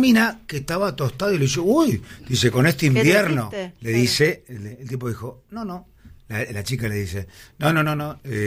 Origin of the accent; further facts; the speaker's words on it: Libertad, Buenos Aires Province, Argentina; born there; moved away; no vivo en Libertad, donde nací.